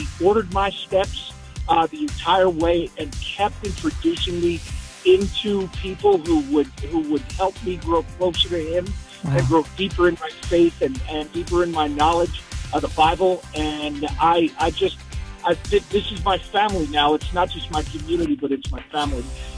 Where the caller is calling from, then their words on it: Reston, Virginia, United States; from, where am I from? I'm from Reston, Virginia.